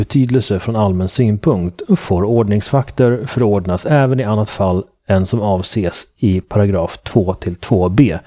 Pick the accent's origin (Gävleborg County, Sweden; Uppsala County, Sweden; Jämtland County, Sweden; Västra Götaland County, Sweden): Uppsala County, Sweden; Uppsala; jag kommer från Uppsala.